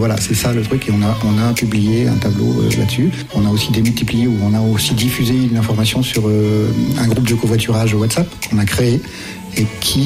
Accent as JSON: {"language": "French", "town": "Poule-les-Écharmeaux", "region": "Auvergne-Rhône-Alpes", "country": "France", "said": "je viens de Poule des Écharmeaux dans le Beaujolais Vert."}